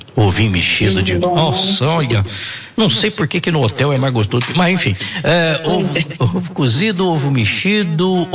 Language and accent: Portuguese; Minas Gerais, Brazil; eu, como bom mineiro